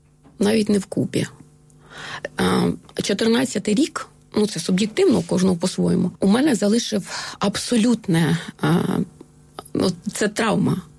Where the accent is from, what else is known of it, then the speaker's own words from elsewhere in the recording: Donetsk Oblast, Ukraine; born there; Це моя мала батьківщина, я там народилася. Олександрівська громада, як на сьогодні вона так називається.